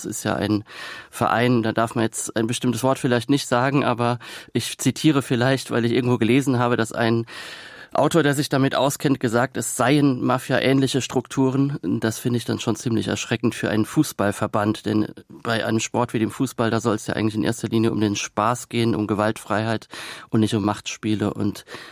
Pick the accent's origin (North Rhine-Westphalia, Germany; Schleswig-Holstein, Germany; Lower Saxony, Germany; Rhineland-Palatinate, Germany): Rhineland-Palatinate, Germany; Kaiserslautern; moved away as an adult; Und ich bin dann aus Kaiserslautern, aus der Pfalz, wo ich herkomme, relativ früh mit 20 Jahren weggegangen und war mir sicher, dass ich nie wieder zurückgehen würde.